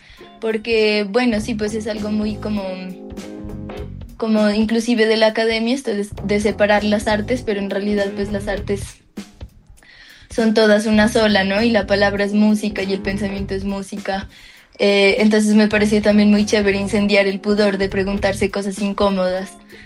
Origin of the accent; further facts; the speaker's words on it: Pasto, Nariño, Colombia; moved away as an adult; now in Bogotá, Colombia; yo soy una artista pastusa, radicada en Bogotá hace varios años porque estudié ahí música en la Universidad Nacional.